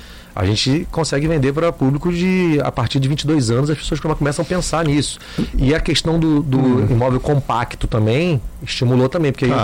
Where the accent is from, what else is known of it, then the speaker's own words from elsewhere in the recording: Rio de Janeiro, Brazil; moved away; Eu sou do Rio, né?